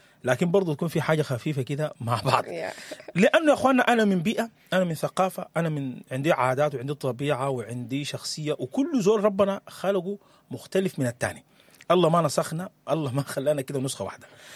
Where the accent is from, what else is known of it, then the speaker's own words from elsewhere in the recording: Sudan; السودانيين بنحب الكلمة